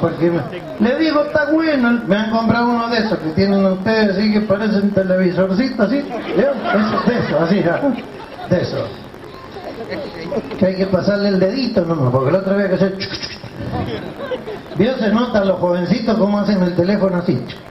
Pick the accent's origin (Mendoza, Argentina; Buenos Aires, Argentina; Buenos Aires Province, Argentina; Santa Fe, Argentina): Mendoza, Argentina; La Viña; born there; Si ya no tenía ropa de esta porque yo nací en La Viña, en Mendoza.